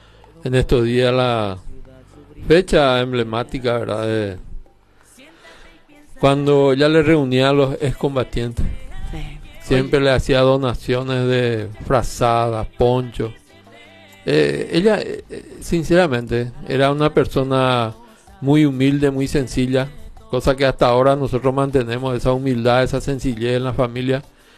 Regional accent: Paraguay; somos paraguayos.

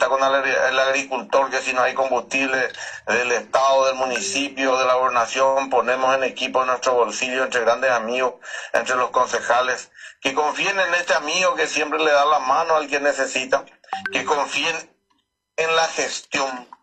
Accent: Carapeguá, Paraguarí, Paraguay

